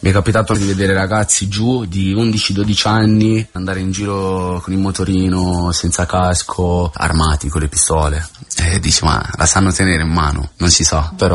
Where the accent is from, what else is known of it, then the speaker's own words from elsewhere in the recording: Milan, Lombardy, Italy; also born or lived in Naples; Sono stato arrestato che avevo 15 anni, sono uscito ora che ne ho 22, quindi è abbastanza lunga come esperienza. Sono nato qua a Milano, sono cresciuto a Milano, poi ho avuto per un periodo della mia vita, un periodo giù a Napoli, facevo su e giù.